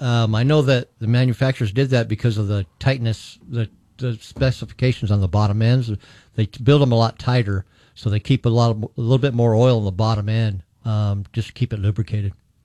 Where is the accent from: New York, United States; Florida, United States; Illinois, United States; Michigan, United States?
New York, United States; I'm from upstate New York.